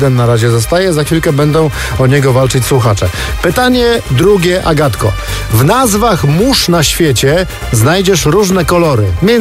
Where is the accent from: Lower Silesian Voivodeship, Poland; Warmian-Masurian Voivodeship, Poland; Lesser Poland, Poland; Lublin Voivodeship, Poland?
Lower Silesian Voivodeship, Poland; Wałbrzych; jest taki stadion idealny na Nowym Mieście w Wałbrzychu, bo my z Wałbrzycha jesteśmy.